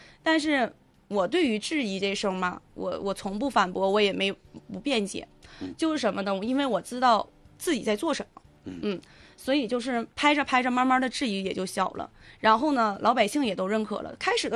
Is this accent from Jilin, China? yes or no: yes; Liaoyuan, Jilin, China